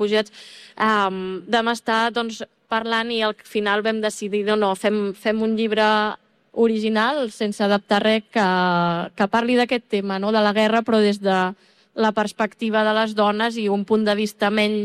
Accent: Catalonia, Spain; now in Berlin, Germany; soc autora catalana, faig còmics i així

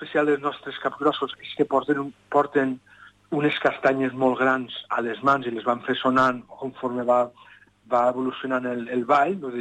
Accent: Valencian Community, Spain; nosaltres som del País Valencià

